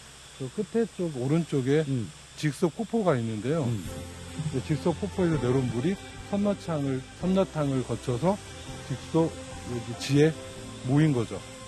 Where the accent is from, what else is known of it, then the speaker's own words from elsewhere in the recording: Buan, North Jeolla, South Korea; moved away; 여기서 이제 그 태어나고 자라다 보니까 이게 아름답다라고는 못 느꼈고 그냥 그런 줄 알았는데 밖에서 살다 보니까 상대적으로 우리 고향이 아름다웠다라고 생각하게 된 것 같아요.